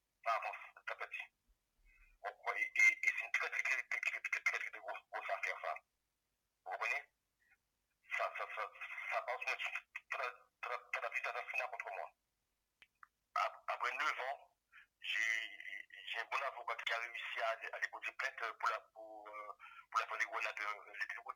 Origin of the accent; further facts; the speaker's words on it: Guadeloupe, France; moi, je suis un Guadeloupéen, et j'ai le mental, et la force de tenir malgré tout.